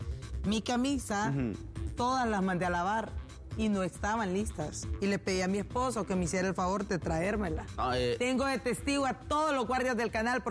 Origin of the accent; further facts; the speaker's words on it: Honduras; así como hondureño